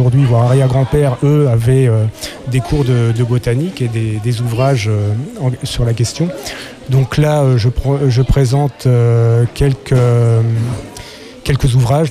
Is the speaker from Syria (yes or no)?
no; Pays de la Loire, France; also born or lived in Marseille; J'ai passé donc mon enfance à Sellery-Boul